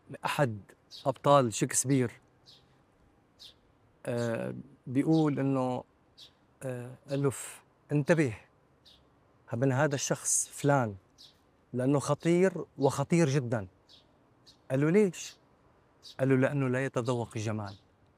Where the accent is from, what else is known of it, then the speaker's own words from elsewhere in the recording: Syria; الذائقه متنوعه نحن عندنا بسوريا